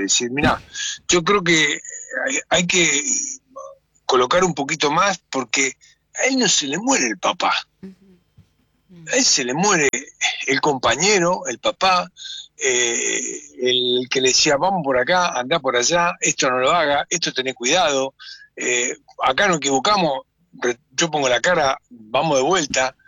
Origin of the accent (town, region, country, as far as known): Argentina